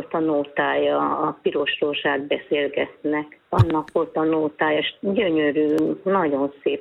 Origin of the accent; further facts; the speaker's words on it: Budapest, Hungary; born there; Zuglóba laktak albérletbe. Én amerikai úti születtem, az Uzsoki, nem, az Uzsoki kórházba